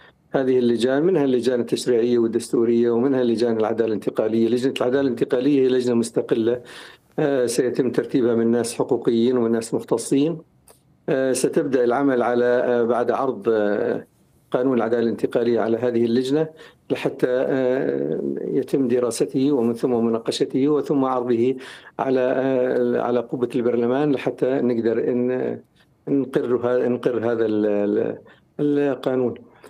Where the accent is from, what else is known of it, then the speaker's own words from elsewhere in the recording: Syria; فنحن كسوريين حقيقه كسوريين من مصلحتنا ان يكون هناك عقوبه رادعه لمن اوغل بالدم السوري